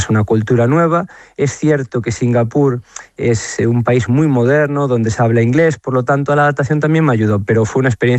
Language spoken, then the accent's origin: Spanish; Ourense, Galicia, Spain; moved away as an adult; also born or lived in A Coruña; now in Istanbul, Turkey; yo es que soy de Ourense, como tú has dicho, pero yo me voy a estudiar la universidad